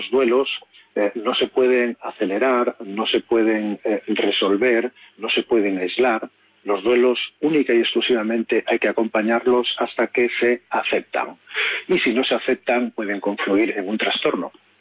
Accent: Zamora, Castile and León, Spain; born there; Zamora, mi tierra natal

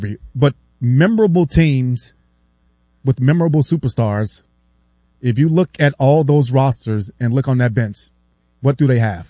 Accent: New York, United States; I'm a New Yorker, right? I've been there. I've walked those streets.

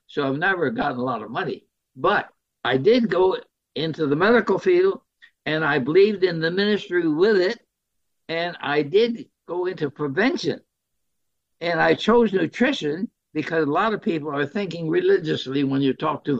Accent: China; But the reason I got into this public health business was my bringing up in China. I grew up in China

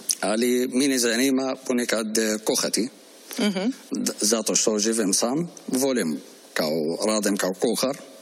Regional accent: Port Said, Port Said Governorate, Egypt; Croatian is a second language; moved away as an adult; now in Croatia; Rođen sam u Egiptu iz grad Port Said.

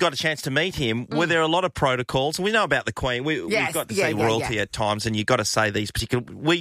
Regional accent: Australia; yeah, I'm an Aussie.

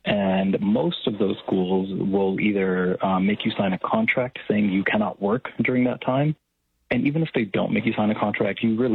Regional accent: Florida, United States; I'm from Florida, and we make crap money there.

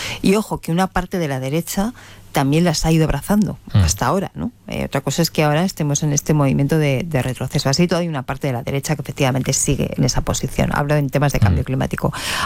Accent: Zaragoza, Aragon, Spain; now in Madrid, Spain; aunque yo ahora vivo en Madrid, soy de Zaragoza, por lo tanto estoy prácticamente en casa.

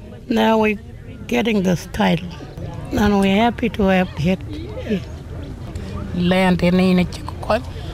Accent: Australia; I'm from Alalkra. We came here to talk about the native title here.

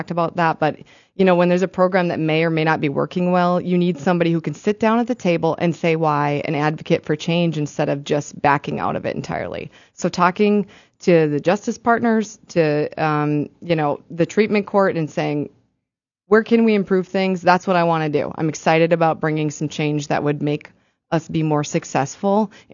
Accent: Moorhead, Minnesota, United States; I make sure they know that I'm born and raised in Moorhead. I'm a local kid, and I was in the military.

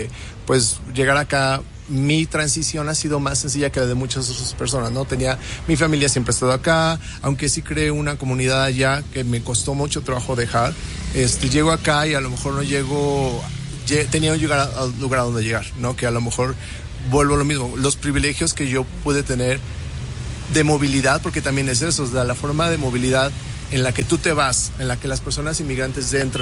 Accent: Mexico City, Mexico; moved away as an adult; also born or lived in New York; Pues soy originario de Ciudad de México, ya me fui grande a Estados Unidos, a Nueva York, estuve ahí viviendo 11 años

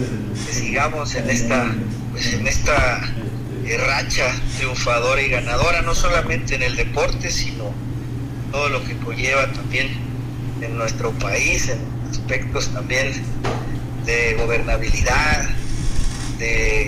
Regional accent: Mexico; así que pues muy contentos, sin lugar a dudas, como mexicanos, mexicanas, que estamos pues haciendo historia, como siempre.

